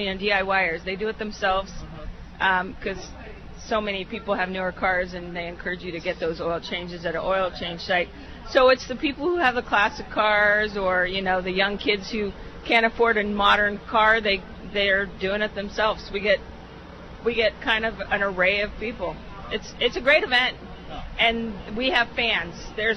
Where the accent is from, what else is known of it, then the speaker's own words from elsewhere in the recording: California, United States; I grew up in farm country, but I wasn't part of the 4-H crew back then. I grew up in Sonoma County and we have a huge, you know, dairy. Half my classmates had dairies.